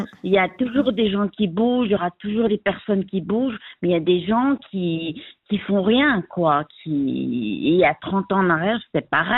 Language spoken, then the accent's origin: French; Geneva, Switzerland; Alors, moi, je suis genevoise, donc je suis revenue dans mes terres